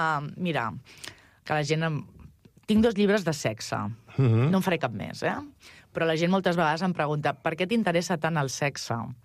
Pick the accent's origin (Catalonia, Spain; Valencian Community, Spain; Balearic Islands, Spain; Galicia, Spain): Catalonia, Spain